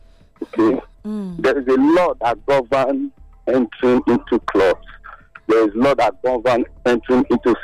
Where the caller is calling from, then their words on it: Nigeria; I'm reaching you from Wigida.